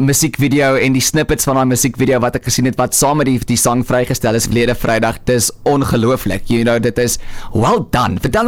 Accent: Beaufort West, Western Cape, South Africa; moved away; ek was oorsprong van Beaufort West.

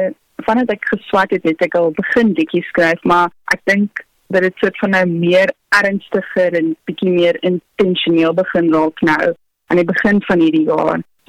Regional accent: Western Cape, South Africa; born there; now in Goodwood, South Africa; ek is oorspronklik eintlik van die Helderberg area af ook, so ek ken daai valley baie goed en ek's baie lief vir daai beautiful vibe of so. Maar tans bevind ek myself nader aan die stad, ek bly in Goodwood.

